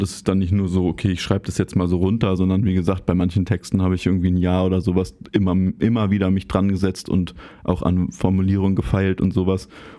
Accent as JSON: {"language": "German", "region": "Berlin", "country": "Germany", "tie": "born or raised there", "said": "also ich bin ja da so im Tiergarten aufgewachsen und das war ja, bin ich immer viel vorbeigekommen."}